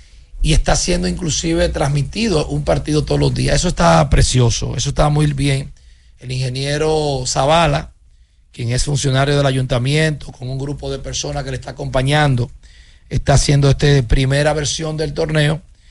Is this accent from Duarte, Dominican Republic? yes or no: yes; San Francisco de Macorís, Duarte, Dominican Republic; mi amada ciudad de San Francisco, donde yo nací, donde yo me he criado, donde no he querido irme y donde no me iré.